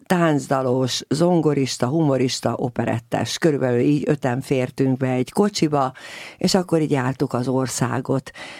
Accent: Budapest, Hungary; hiszen annak idején a 18. kerületben nevelkedtem. Anyukámék azok, hogy úgy mondjam, a háború miatt elég nehéz sorsban éltek, és én is azért így nevelkedtem. Nagyon szerény körülmények között éltünk. Ott a 18. kerületben, Pest-Szentlőrincen, a Derkovics utcában

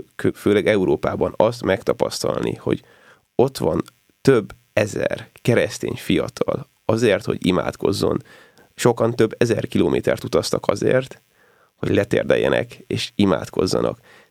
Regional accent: Hungary; magyarok vagyunk, én is magyar vagyok

